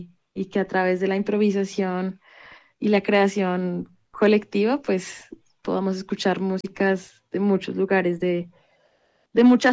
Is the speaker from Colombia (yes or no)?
yes; Bogotá, Colombia; como bogotana, la gaita hace parte de mi entorno sonoro, las músicas del Caribe, el fandango, el bullerengue.